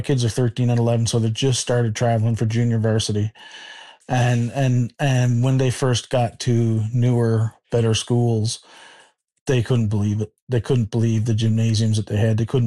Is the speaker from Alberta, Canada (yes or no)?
no; Cartwright, Newfoundland and Labrador, Canada; I'm an HJ alumni right from K-12, born and bred in Cartwright.